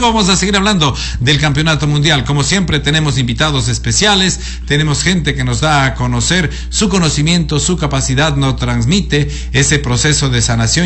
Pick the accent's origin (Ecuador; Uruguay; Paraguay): Ecuador